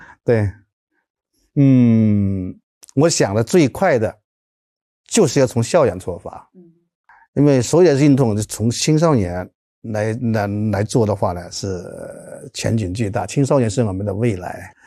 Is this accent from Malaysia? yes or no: no; China